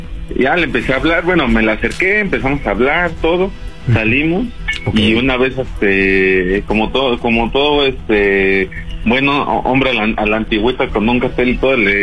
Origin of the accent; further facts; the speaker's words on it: Mexico City, Mexico; Tengo 24 años y soy aquí de la Ciudad de México.